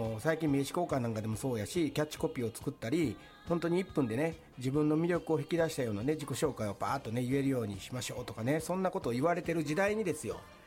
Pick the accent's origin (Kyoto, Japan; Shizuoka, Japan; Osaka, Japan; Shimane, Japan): Kyoto, Japan; 京都で生まれ育ってから始まりますやんね。そしたら当然、幼少期のことも言わなあかんしとかね、学校ですよね、小中高は言うてやっと10分ぐらいになったかなって感じなんでね